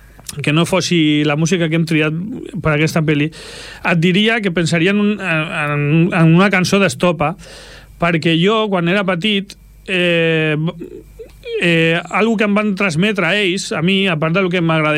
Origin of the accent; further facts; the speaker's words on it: Esplugues de Llobregat, Catalonia, Spain; és una ciutat, però per mi d'alguna manera és el meu poble